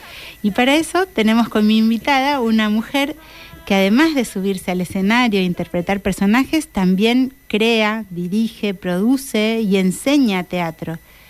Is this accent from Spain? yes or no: no; Patagonia, Argentina; soy cantora de la Patagonia.